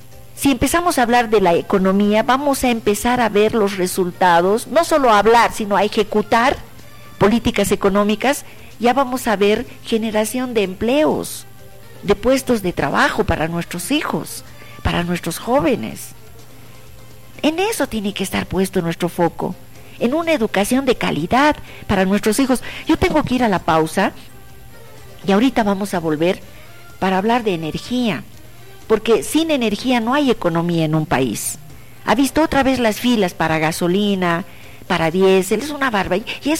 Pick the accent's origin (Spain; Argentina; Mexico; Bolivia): Bolivia; nosotros somos acá pinches 12 millones de bolivianos.